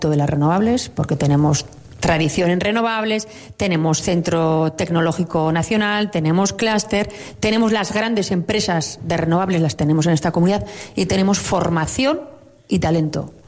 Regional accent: Navarre, Spain; los navarros somos plurales, diversos, navarros que se sienten vascos, navarros que se sienten del mundo

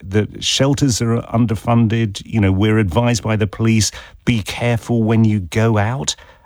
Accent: South Africa; I hesitate to tell you as a South African woman, but South African women are saying

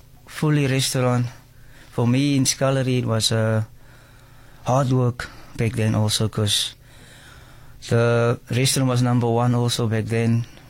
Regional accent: Cape Town, Western Cape, South Africa; I'm originally from Cape Town, and I grew up in Mitchell's Plain. All my childhood, I've been living in Mitchell's Plain. Grew up with my aunt.

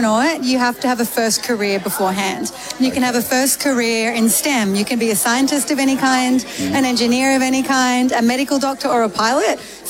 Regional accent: Australia; I'm an Aussie astronaut

